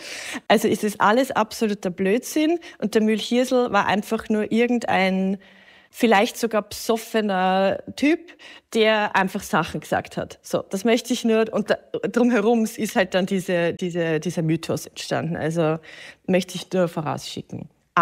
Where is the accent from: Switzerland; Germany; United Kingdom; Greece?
Germany; Straubing, Bavaria; Ich komme ja aus Straubing.